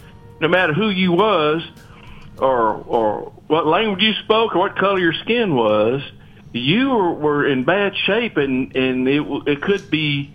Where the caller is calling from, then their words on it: Jacksonville, Arkansas, United States; I'm calling from Jacksonville.